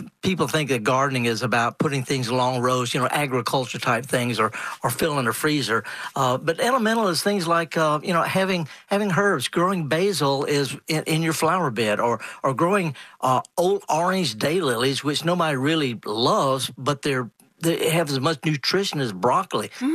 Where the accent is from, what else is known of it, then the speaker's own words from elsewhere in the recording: Mississippi, United States; I'm from Mississippi.